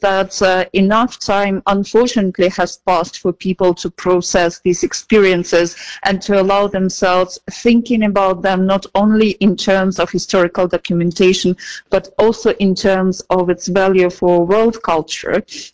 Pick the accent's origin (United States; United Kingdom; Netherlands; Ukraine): Ukraine; Eastern Ukraine; first language Russian; English is a second language; I'm coming from the east of the country. My first language was indeed Russian, and I switched to Ukrainian after the Revolution of Dignity in 2013-14 and the Russian invasion in 2014.